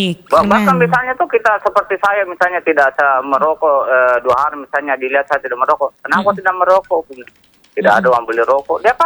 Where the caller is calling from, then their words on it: Belawa District, South Sulawesi, Indonesia; di kampung saya ini peduli yang rasa sosialnya keluarga di sini di Kecamatan Belawa sangat tinggi memang.